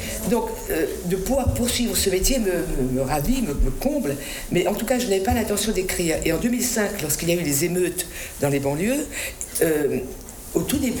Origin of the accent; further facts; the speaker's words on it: Réunion; chez nous, à La Réunion